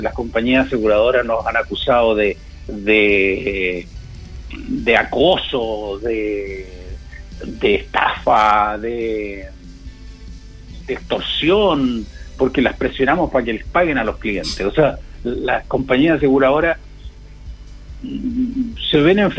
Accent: San Rosendo, Biobío, Chile; now in Coquimbo, Chile; Yo llegué como guaso de San Rosendo con una canasta y una gallina a Coquimbo, me acuerdo, para el tsunami.

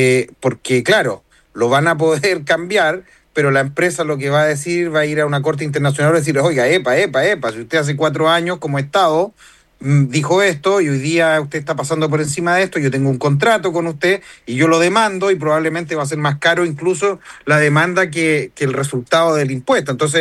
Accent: Chile; los que nos vamos a quedar con el problema somos los chilenos.

